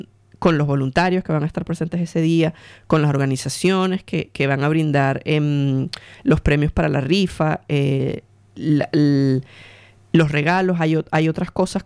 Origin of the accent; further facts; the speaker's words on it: Venezuela; moved away as an adult; now in Canberra, Australia; específicamente aquí en Canberra, nosotros, la comunidad de venezolanos aquí en Canberra, somos 40 venezolanos viviendo aquí en Canberra, de los 8,000 venezolanos que hay en Australia